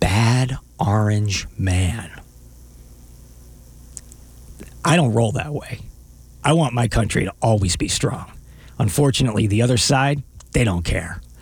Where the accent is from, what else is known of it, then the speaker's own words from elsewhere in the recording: United States; I happen to like being an American.